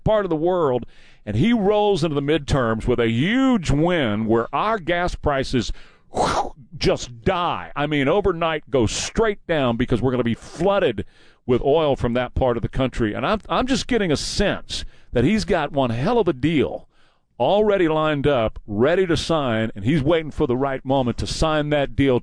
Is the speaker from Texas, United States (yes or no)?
yes; Texas, United States; I'm from South Texas.